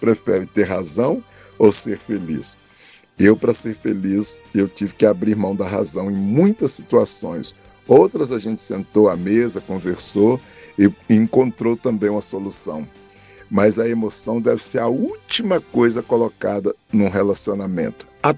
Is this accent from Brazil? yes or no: yes; Manhuaçu, Minas Gerais, Brazil; moved away as an adult; also born or lived in Caratinga; now in Governador Valadares, Brazil; Eu sou de uma região muito fria. Valadares não faz frio, nunca senti frio aqui. Mas eu sou lá da região de Apincaratinga e também Manhuaçu, onde passei a maior parte do meu tempo. Lá muito frio.